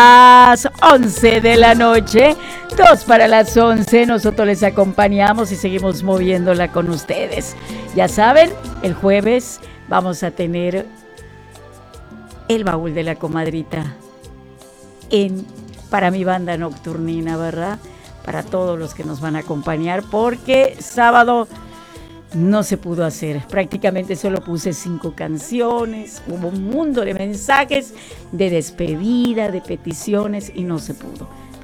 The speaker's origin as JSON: {"language": "Spanish", "town": "Chelem", "region": "Yucatán", "country": "Mexico", "moved": "yes", "lives_now": "Mérida, Mexico", "said": "a toda mi familia allá en el puerto. Orgullosamente soy de Chelén"}